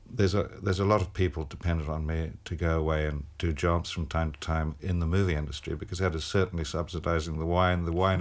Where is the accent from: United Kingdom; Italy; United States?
United Kingdom; Omagh, Northern Ireland; also born or lived in Armagh; And so we grew up, I was born near Omagh, and we spent quite a lot of the time on the coast and also in Armagh